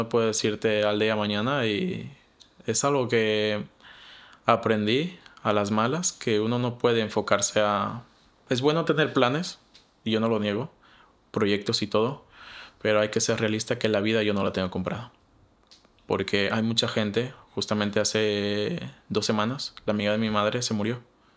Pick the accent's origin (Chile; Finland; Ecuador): Ecuador; Loja; moved away; Yo soy de Loja y yo recuerdo que sabía hacer los San Juanitos o el Año Viejo, cositas así que extraño, que hasta ahora, hasta el día de hoy lo extraño porque soy ecuatoriano y estoy orgulloso de ello.